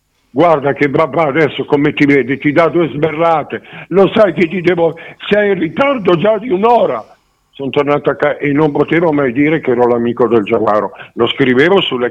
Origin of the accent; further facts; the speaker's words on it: Alassio, Liguria, Italy; sono di Alassio